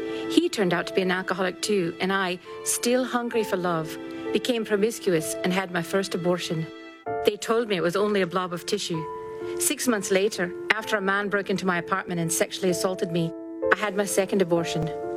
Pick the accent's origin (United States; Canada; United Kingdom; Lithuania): United Kingdom; Scotland; I was born and raised in Scotland.